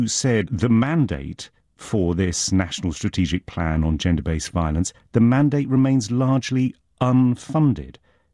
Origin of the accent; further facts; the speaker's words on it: South Africa; I hesitate to tell you as a South African woman, but South African women are